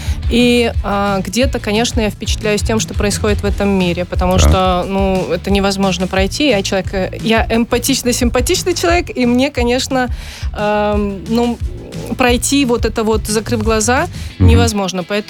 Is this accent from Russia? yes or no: no; Pinsk, Brest Region, Belarus; Потому что я родом из столицы Полесья. Я из Пинска.